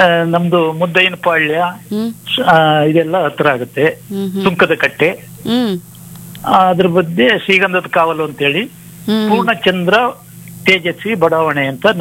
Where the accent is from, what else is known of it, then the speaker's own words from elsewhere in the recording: Sollapura, Karnataka, India; now in Bengaluru, India; ನಾವು ನಮ್ ನೇಟಿವ್ ಚಿಕ್ಕಮಗಳೂರು ಜಿಲ್ಲೆ ಅಜ್ಜಂಪುರ ತಾಲೂಕು ಸೊಲ್ಲಾಪುರ. ನಾವು ಇಲ್ಲಿ ಬೆಂಗಳೂರಲ್ಲೇ ಬಂದು ಸೆಟ್ಲ್ ಆಗಿದ್ದೀವಿ, 50 ವರ್ಷ ಆಯ್ತು ಬೆಂಗಳೂರಿಗೆ ಬಂದು.